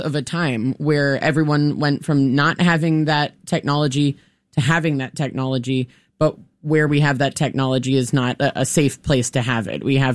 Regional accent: Texas, United States; born there; I know. I was born in Texas.

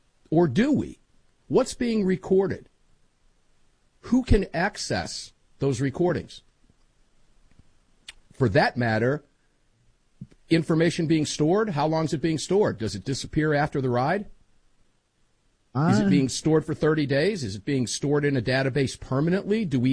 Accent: Tampa, Florida, United States; they've moved into my hometown of Tampa, Florida.

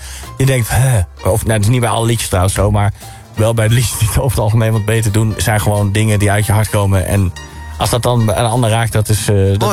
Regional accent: Overijssel, Netherlands; In de buurt van Deventer, waar ik vandaan kom.

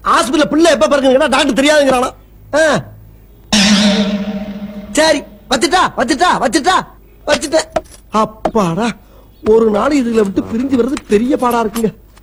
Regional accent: Kanadukathan, Tamil Nadu, India; காரக்குடி பக்கத்துல காணாடு காத்தா.

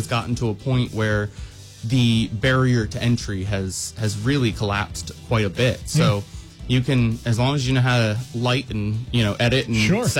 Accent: Williamsport, Pennsylvania, United States; born or raised there; moved away as an adult

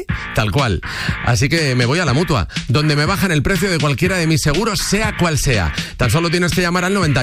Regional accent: Aspe, Valencian Community, Spain; aparte de la de mi pueblo, que comenzaba hoy en Aspe

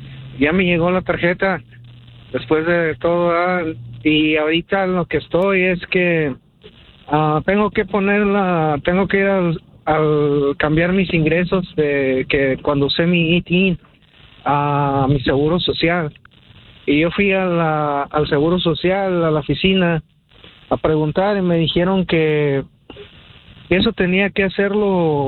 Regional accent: León, Guanajuato, Mexico; De Mero León. No, de ahí soy.

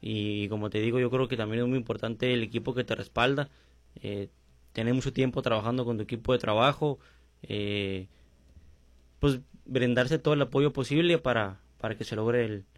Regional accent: Ascensión, Chihuahua, Mexico; born there; also born or lived in Casas Grandes, Chihuahua

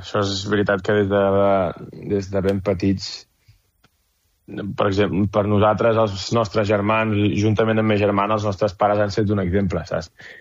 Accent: Vic, Catalonia, Spain; Va, més normal, jo soc de Vic, què vols, fill meu?

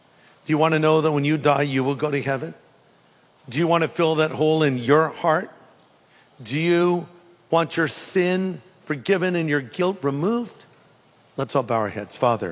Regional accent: California, United States; I'm not. I'm from California.

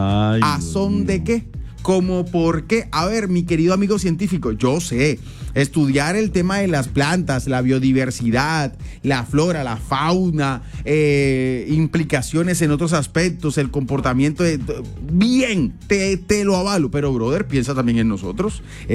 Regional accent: Colombia; yo estoy muy orgulloso de ser colombiano. Me encanta a mí sacar mi cédula de ciudadanía, mi pasaporte, presentar mis documentos y decir soy colombiano, orgullosamente

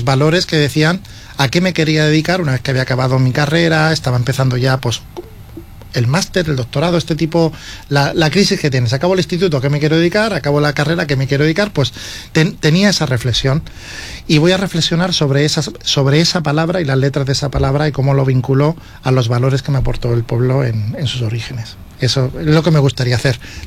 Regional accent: Valencian Community, Spain; moved away as an adult; Y desde entonces salí con 18 años de la Vega Baixa y hasta ahora.

